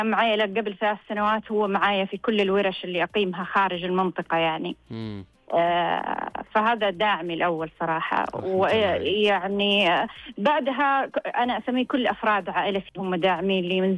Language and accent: Arabic; southern Saudi Arabia, Saudi Arabia; إحنا عندنا في الجنوب